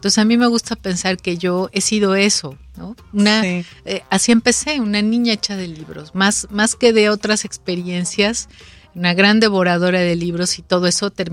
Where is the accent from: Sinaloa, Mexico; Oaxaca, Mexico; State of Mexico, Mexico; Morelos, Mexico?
Morelos, Mexico; Cuernavaca; Mis primeros trabajos tienen que ver con fundar una biblioteca en la ciudad en la que crecí, en Cuernavaca, Morelos.